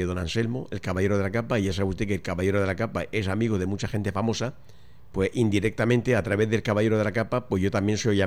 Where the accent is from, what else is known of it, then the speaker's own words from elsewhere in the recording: Alcantarilla, Region of Murcia, Spain; de Murcia, concretamente sabes que soy de Alcantarilla